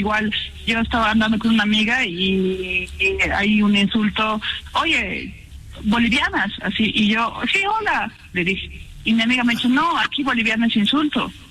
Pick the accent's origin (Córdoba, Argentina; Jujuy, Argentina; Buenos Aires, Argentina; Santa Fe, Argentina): Buenos Aires, Argentina; no saben cómo llegar y no lo conocen, yo vengo de Liniers.